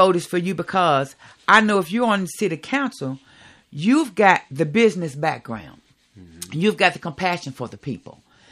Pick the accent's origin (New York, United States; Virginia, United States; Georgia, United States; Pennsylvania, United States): Virginia, United States; Danville; also born or lived in Washington, D.C.; I was raised in Cardinal Village. I graduated in 1984 from George Washington High School.